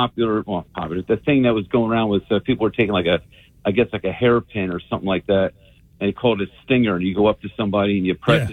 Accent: Ewing, New Jersey, United States; moved away as an adult; now in Richmond, Pennsylvania, United States; because I live on the other side of the creek here, I was raised in Ewing, but I was on, you know, I'm over here in Pennsylvania.

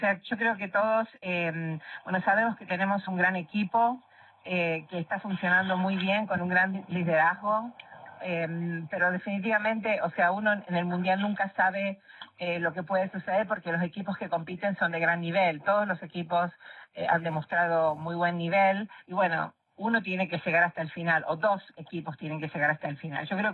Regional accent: Argentina; yo soy argentina

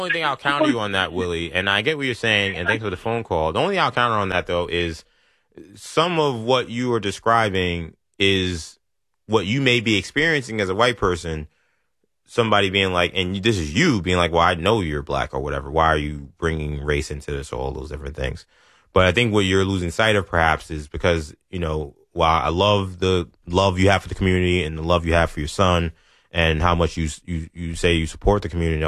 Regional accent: New York City, New York, United States; I mentioned I went to St. Francis Prep. I grew up in Bayside High School. I mean, Bayside, New York, in Queens, Oakland Gardens. Predominantly white, predominantly Asian neighborhood.

